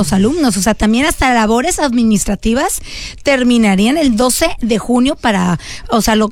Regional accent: Mexico; now in United States

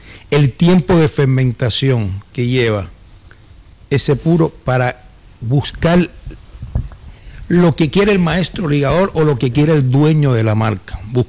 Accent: Cuba; siempre yo por lo menos como buen cubano voy a un buen habano.

